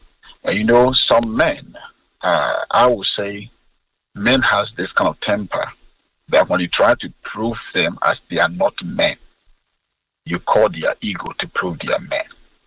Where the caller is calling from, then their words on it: East Legon, Greater Accra, Ghana; Okay, I'm calling from East Legon.